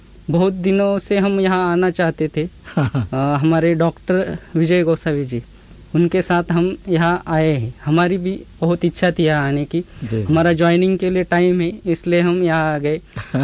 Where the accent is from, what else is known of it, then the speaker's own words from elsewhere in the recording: Nevasa, Maharashtra, India; मैं नेवासा तहसील से बिलोंग करता हूँ, अहमदनगर डिस्ट्रिक्ट से।